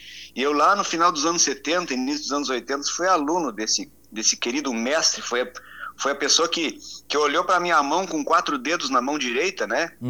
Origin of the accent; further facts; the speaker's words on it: Bagé, Rio Grande do Sul, Brazil; moved away; eu tenho um carinho muito grande por Bagé, é a minha terra natal, eu sempre ando por aí dizendo que sou bagiense.